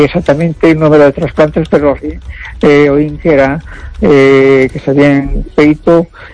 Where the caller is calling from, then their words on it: A Coruña, Galicia, Spain; de La Coruña.